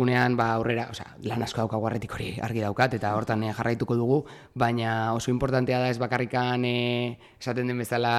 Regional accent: Irun, Basque Country, Spain; Hau begira, ba ni Irundarra naiz, orain dela 10 urte, ostras, ba ez du ezagutzen

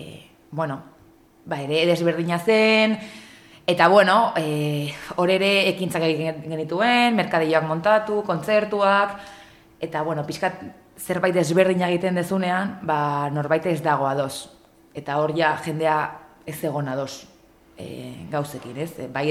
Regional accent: Hondarribia, Basque Country, Spain; eta ni Hondarribikoa naiz, eta oso pozik nago

